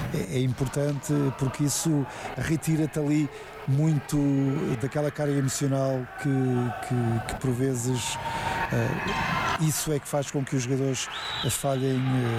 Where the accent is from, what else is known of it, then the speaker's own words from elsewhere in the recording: Portugal; para nós somos portugueses, como é lógico